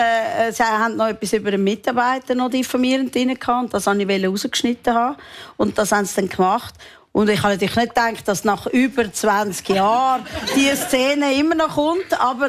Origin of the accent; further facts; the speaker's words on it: Switzerland; Ich bin Schweizerin. Ich kenne sehr viele Länder sehr gut